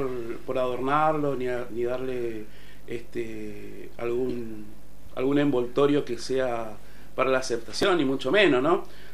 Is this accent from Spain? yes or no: no; Resistencia, Chaco, Argentina; moved away as an adult; now in La Plata, Argentina; Yo soy de Chaco, yo soy de Resistencia.